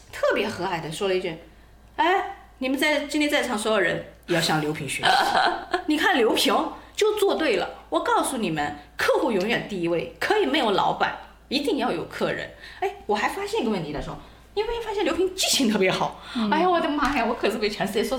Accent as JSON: {"language": "Chinese", "region": "Jiangsu", "country": "China", "said": "然后你知道我是江苏人，"}